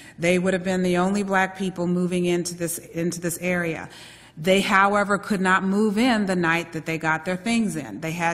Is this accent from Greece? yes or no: yes; Greece; moved away; You see, I'm an immigrant from Greece, and the book is my story.